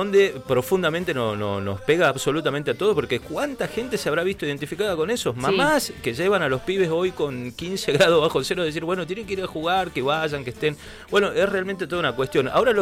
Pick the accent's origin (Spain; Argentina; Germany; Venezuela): Argentina; más como somos los argentinos jetones, bravucones